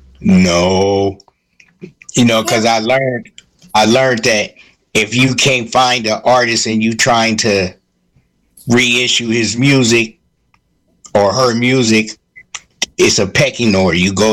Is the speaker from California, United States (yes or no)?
yes; Oakland, California, United States; And my mother and father had a band that was really good. And, you know, growing up in Oakland … they all came to my dad's studio.